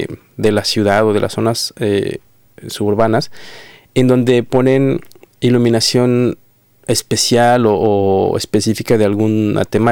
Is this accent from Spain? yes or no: no; Mexico; now in Australia; esa esencia que tenemos como mexicanos al estar aquí en Australia?